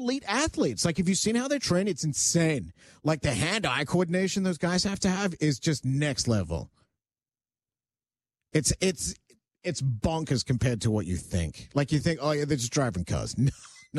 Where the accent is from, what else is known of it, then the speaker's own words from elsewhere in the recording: Australia; now in Canada; because I grew up in Australia